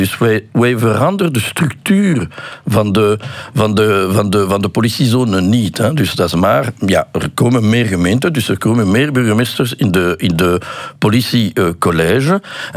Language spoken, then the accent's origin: Dutch; Brussels, Belgium; Ik ben een Brusselaar, dus ik ben heel trots op mijn stad.